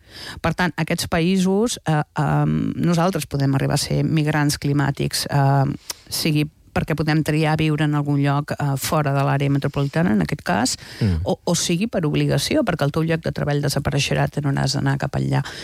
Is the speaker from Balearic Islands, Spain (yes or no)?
no; Catalonia, Spain; Jo aquest estiu, que he estat bàsicament a l'interior, al meu poble, a Conca de Barberà